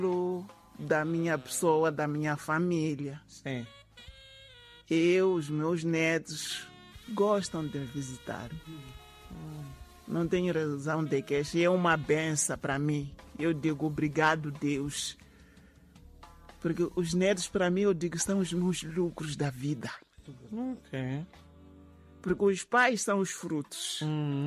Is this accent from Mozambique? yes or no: yes; Inhambane, Mozambique; now in Maputo, Mozambique; Eu não nasci aqui em Maputo, eu nasci em Inhambane. Eu faço aqueles pratos de lá típicos da minha terra.